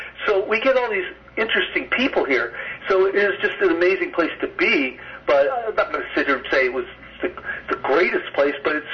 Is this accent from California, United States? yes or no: yes; Los Angeles, California, United States; But growing up in Los Angeles, when I played Little League at Rancho Park